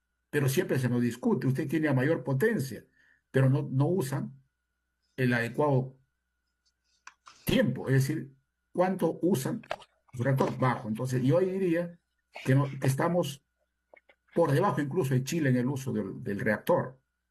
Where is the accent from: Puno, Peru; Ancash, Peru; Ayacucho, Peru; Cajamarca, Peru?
Ancash, Peru; Ah, mi tierra.